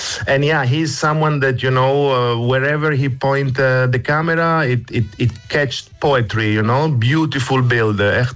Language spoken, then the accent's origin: Dutch; Italy; Dutch is a second language; moved away; Ik praat gewoon goed Nederland. Ik bestaat alles. Maar als je moet over een film praten, dan heb ik liever Engels. Want ik ben eigenlijk Italiaans.